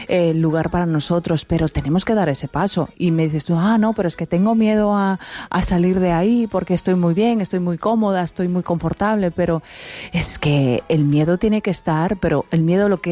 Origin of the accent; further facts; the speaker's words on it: Galicia, Spain; now in Miami, United States; yo soy gallega, pero estoy en Miami